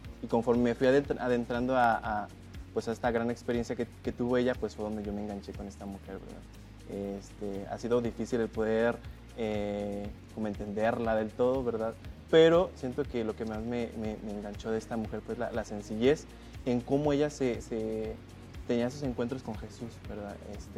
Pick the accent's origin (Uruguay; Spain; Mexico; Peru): Mexico; San Felipe, Guanajuato; now in Guadalajara, Mexico; yo soy originario de Guanajuato, ¿no? De un municipio que se llama San Felipe, Guanajuato, que está como a, ¿qué será?, 40 minutos de ahí de Jesús María, de la hacienda de Jesús María.